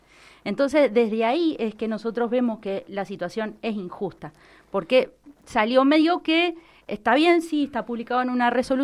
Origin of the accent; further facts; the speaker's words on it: Uruguay; now in Mendoza, Argentina; Sí, soy uruguaya. Mi mamá es casada con un mendocino, por eso estoy acá. Es medio raro un uruguaya por acá, pero mi mamá formó su vida con un mendocino.